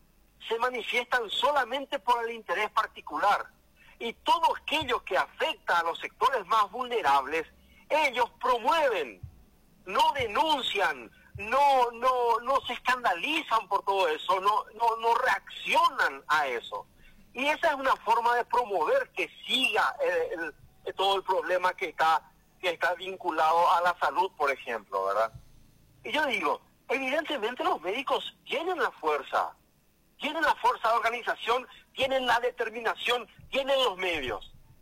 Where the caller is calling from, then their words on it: Paraguay; Ese es el problema principal, doctor, que tenemos los paraguayos.